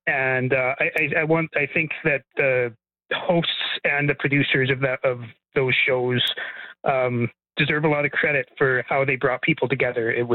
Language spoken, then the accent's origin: English; Alberta, Canada; now in British Columbia, Canada; Yeah, I'm from Alberta. I live in BC now